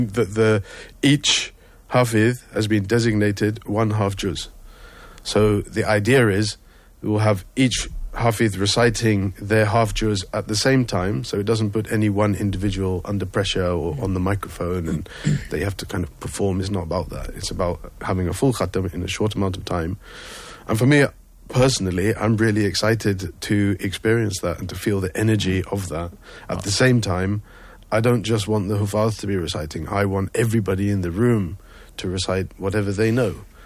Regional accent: United Kingdom; now in Cape Town, South Africa; I'm from the UK originally.

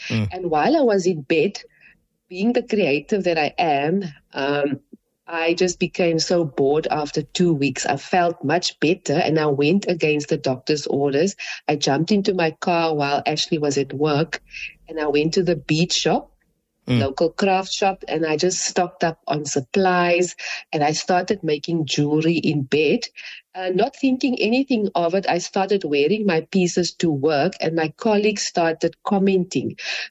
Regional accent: Paarl, Western Cape, South Africa; So I myself, I am born and bred from Paarl.

